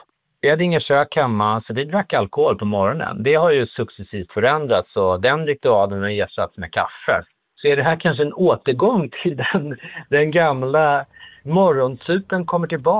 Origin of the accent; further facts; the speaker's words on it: Sweden; Och det är någonting som vi svenskar uppfattar som normbrytande.